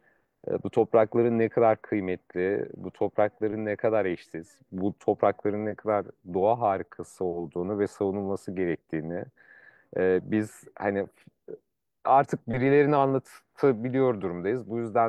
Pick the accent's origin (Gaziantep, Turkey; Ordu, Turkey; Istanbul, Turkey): Ordu, Turkey; Fatsa; born there; moved away; ben orada doğdum. Altın madenine çok yakın bir köyde dede toprakları olan, işte babası ben çalışırken o köyde emekli olduktan sonra muhtarlık yapan o köyün çok yakın, altın madenine çok yakın bir köyün muhtarının oğluyum ben.